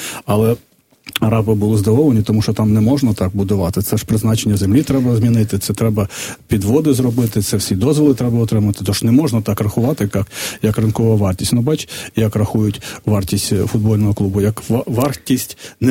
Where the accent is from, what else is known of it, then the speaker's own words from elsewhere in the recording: Vinnytsia, Vinnytsia Oblast, Ukraine; Я ж родом з Вінниці.